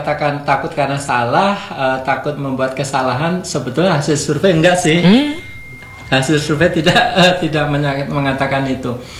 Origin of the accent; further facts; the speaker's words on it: Solo, Central Java, Indonesia; kebetulan saya dari Jawa Tengah, dari Solo gitu.